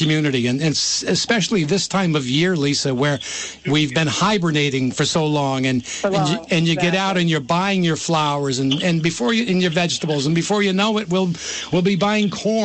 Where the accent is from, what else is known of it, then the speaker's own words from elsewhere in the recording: Burlington, Vermont, United States; I grew up in Burlington, but I can remember when you wanted corn, you drove out to Mallets Bay Ave and you bought it from one of the families, right?